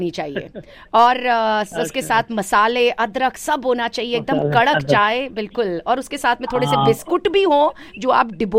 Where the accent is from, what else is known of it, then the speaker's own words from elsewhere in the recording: Delhi, India; now in Dallas, United States; मैं दिल्ली से हूँ बिल्कुल